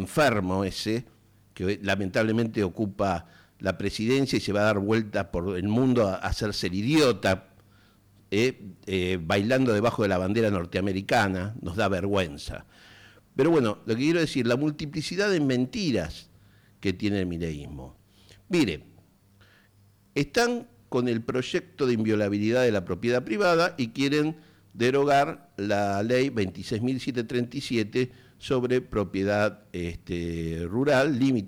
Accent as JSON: {"language": "Spanish", "country": "Argentina", "said": "así somos los argentinos y las argentinas"}